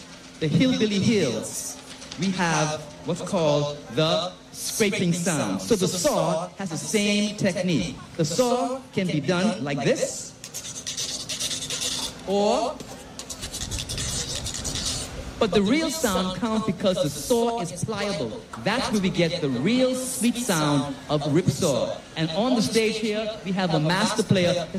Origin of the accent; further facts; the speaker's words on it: Turks & Caicos Islands; back in the day, it was very hard to be a Tux Islander in the Bahamas. Not today, because we rise and we shine.